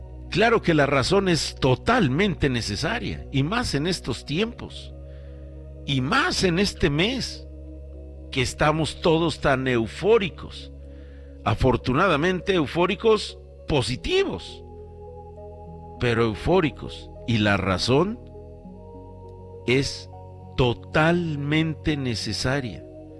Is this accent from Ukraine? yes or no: no; Mexico; Qué maravilla tener satisfacción todos como mexicanos, ¿verdad?